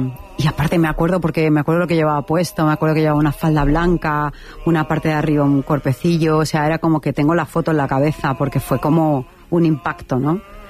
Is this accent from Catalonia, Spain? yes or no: no; Balearic Islands, Spain; Y ahí dije, pues … soy de Mallorca y bueno, no sé dónde tal.